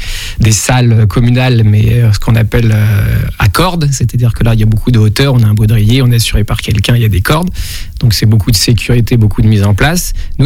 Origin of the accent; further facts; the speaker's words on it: Challans, Pays de la Loire, France; quand j'étais jeune et que je suis de Chaland